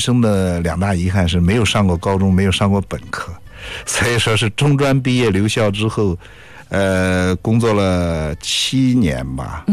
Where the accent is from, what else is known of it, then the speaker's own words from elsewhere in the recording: Shandong, China; moved away; 从小在山东的时候，那时候几岁吧